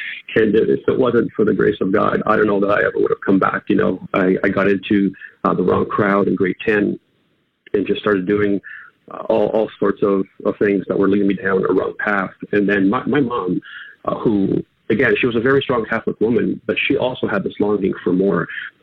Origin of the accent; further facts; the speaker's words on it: Canada; also born or lived in Portugal; So I'm 50 now, and I was born in Portugal, and my parents immigrated to Canada when I was just over 2 years old. So although I have Portuguese roots, you know, I'm fully Canadian, haven't been here 48 years.